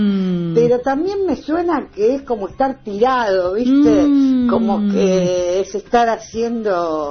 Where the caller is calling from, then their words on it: Berazategui, Buenos Aires Province, Argentina; de Berazategui.